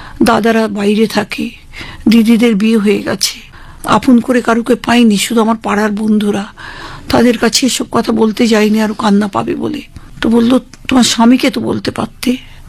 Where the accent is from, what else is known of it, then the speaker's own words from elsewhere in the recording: Bangladesh; moved away; প্রতিবেশী বলতে ওটা হিন্দু প্রধান গ্রাম যেহেতু ছিল, পাকিস্তানের 4 বছর পরে তো আমার জন্ম, তখন তো ওটা পূর্ব পাকিস্তান, তো ওখানে হিন্দুরা আর ছিলেন না প্রায়, সমস্ত ওই মালদার কুচবিহার থেকে যাওয়া মুসলমান প্রতিবেশী